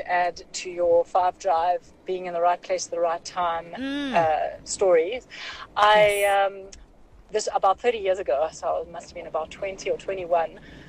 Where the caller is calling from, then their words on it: Johannesburg, Gauteng, South Africa; I'm from Joburg.